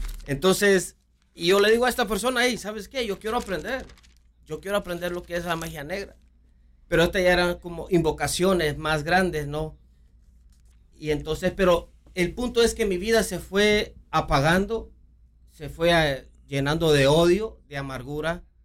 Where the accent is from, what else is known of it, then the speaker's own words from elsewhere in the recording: Honduras; Pastor, primeramente … soy originario de Honduras.